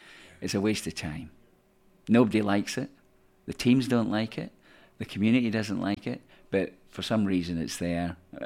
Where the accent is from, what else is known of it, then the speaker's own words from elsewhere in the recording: Scotland, United Kingdom; born there; being Scottish, that's part of our culture.